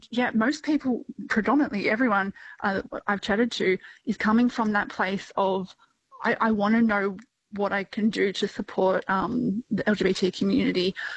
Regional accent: Orange, New South Wales, Australia; I grew up in Orange as a regional queer kid.

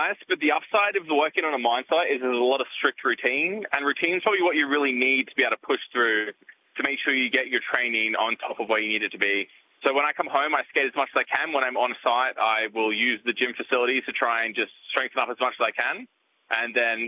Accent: Australia; That's why my nickname on the tour is … Because I'm from Australia, I crash way too much.

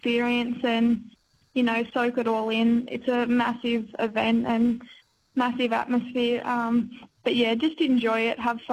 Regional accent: Grafton, New South Wales, Australia; Yeah, so we grew up in Grafton.

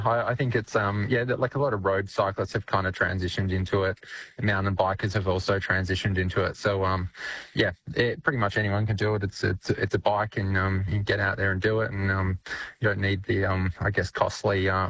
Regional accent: Perth, Western Australia, Australia; It's a special place. It's home. I'm from WA. I'm from Perth.

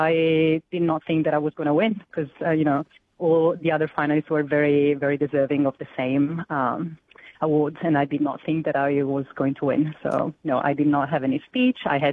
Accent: Italy; English is a second language; moved away as an adult; now in Australia; I'm already a midwife in my country. I come from Italy. I got my registration over 10 years ago, like a month before I decided to move to Australia.

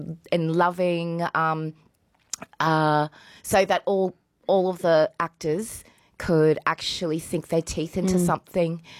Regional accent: Cloncurry, Queensland, Australia; Yeah, so I was born in Cloncurry. So, you know, we say … from Cloncurry.

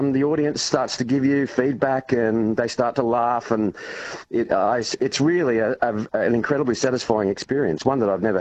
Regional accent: South Australia, Australia; So I've spent many years in growing up in South Australia, actually.

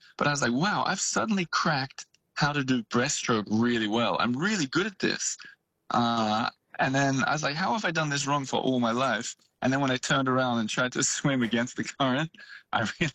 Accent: Australia; now in Paris, France; And firstly, as an Australian, one of the things I miss from living in a big city like this

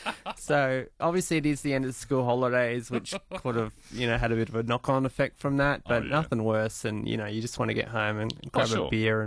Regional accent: Victoria, Australia; now in Mackay, Australia; I'm from Victoria. I was born in Victoria

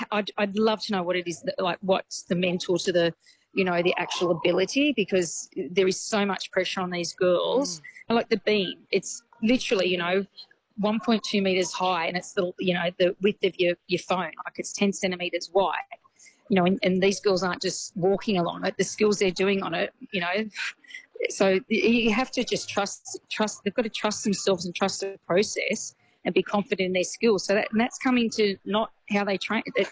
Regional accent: New South Wales, Australia; now in Brisbane, Australia; As you know, I think most people know we're from the Illawarra. My husband still resides in Shell Harbour. And I'm up in Brisbane or down the Gold Coast now with Ruby

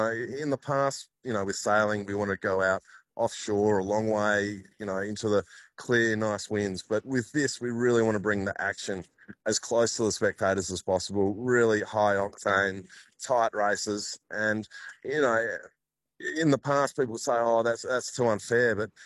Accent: Fremantle, Western Australia, Australia; I grew up racing here in Fremantle and, on the Swan River. And, we're so lucky in Perth and Fremantle, the conditions we have.

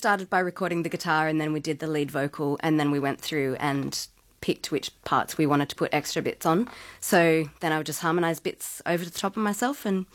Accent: Maitland, New South Wales, Australia; now in Newcastle, Australia; Oh, well, I grew up in Maitland, but I'm definitely a Newcastle Merriweather girl now.

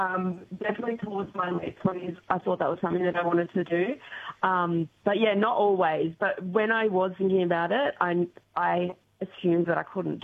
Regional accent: Harcourt, Victoria, Australia; also born or lived in Melbourne; now in Castlemaine, Australia; And I was previously living in Melbourne. We've only been, I grew up in Harcourt, but only been back in Castlemaine for nearly 3 years.

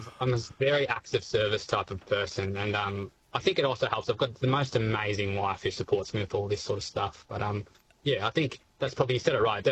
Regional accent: Rokeby, Victoria, Australia; I volunteer at the local market just in Rokeby, my hometown.

